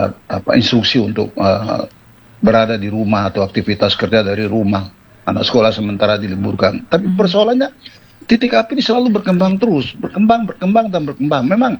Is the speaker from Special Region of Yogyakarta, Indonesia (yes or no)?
yes; Yogyakarta, Special Region of Yogyakarta, Indonesia; Tempat lain, saya dari kota Yogyakarta, itu tidak ada orang berperilaku bakar rumput di pinggiran-pinggiran kota